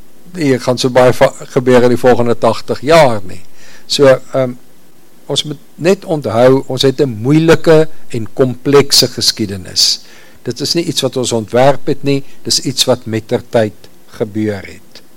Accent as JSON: {"language": "Afrikaans", "town": "Pretoria", "region": "Gauteng", "country": "South Africa", "said": "Ek kom van Pretoria af"}